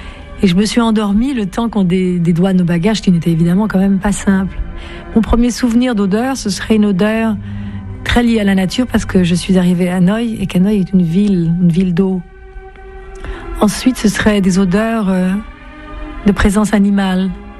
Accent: Paris, Île-de-France, France; je suis française

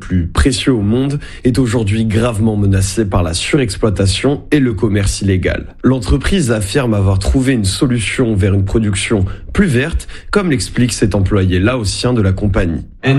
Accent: France; Je suis français

